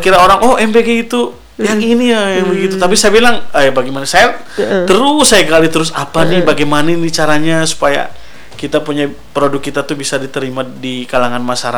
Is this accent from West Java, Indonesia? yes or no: yes; Tasikmalaya, West Java, Indonesia; moved away; Saya asalnya sih dari Jawa Barat. Dari tepatnya Tasikmalaya. Cuman saya sudah lama di sini, mungkin dari 2008. Tapi anehnya juga orang-orang di sini tuh tidak percaya kalau saya orang Jawa Barat.